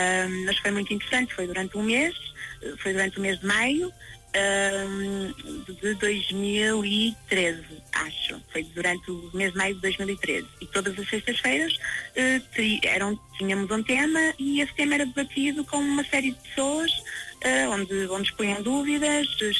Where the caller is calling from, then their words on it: Paredes, Norte, Portugal